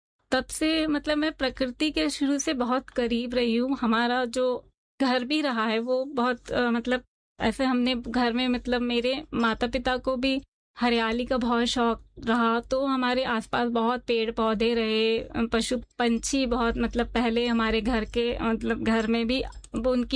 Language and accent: Hindi; Kanpur, Uttar Pradesh, India; मैं basically UP Kanpur की रहने वाली हूँ, और हमारे यहाँ जैसे गंगा नदी है